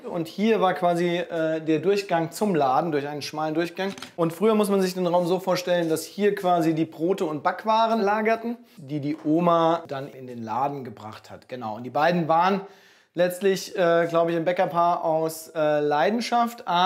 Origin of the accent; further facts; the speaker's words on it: Rhine-Main area, Germany; moved away; also born or lived in Berlin; Als wir 2017 von Berlin zurück ins Rhein-Main-Gebiet gezogen sind, haben wir nach einem Einfamilienhaus zum Sanieren und Renovieren gesucht. Wir kommen beide hier aus dem Ort und wollten auch, dass unsere Kinder eben in der Kleinstadt aufwachsen